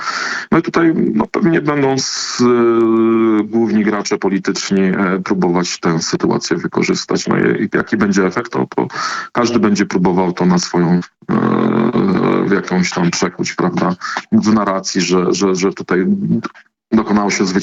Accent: Kościerzyna, Pomeranian Voivodeship, Poland; Ja pochodzę z takiego małego miasta na Kaszubach, się nazywa Kościerzewa

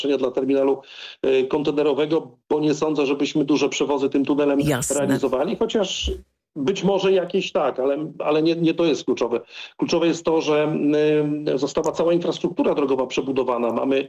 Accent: Świnoujście, West Pomeranian Voivodeship, Poland; ponieważ pochodzę ze Świnoujścia, jestem świnoujszczaninem, a więc znam to miasto bardzo dobrze też pod takim kątem transportowym.

